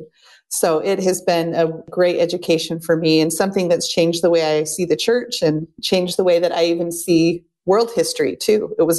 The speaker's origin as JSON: {"language": "English", "country": "United States", "said": "As an American"}